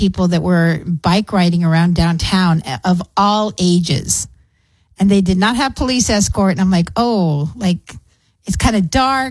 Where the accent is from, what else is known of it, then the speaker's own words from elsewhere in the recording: Clint, Texas, United States; now in El Paso, United States; growing up in Clint in the trailer.